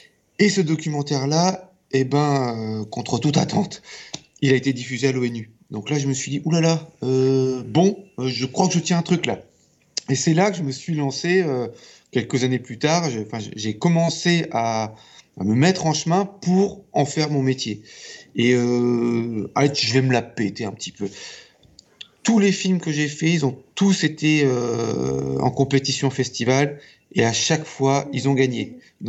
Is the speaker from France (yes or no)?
yes; Alençon, Normandy, France; Je suis d'Alençon